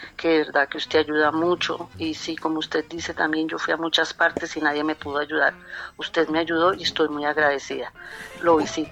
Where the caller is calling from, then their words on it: Medellín, Antioquia, Colombia; lo estoy llamando aquí de la Comuna 13 de Medellín.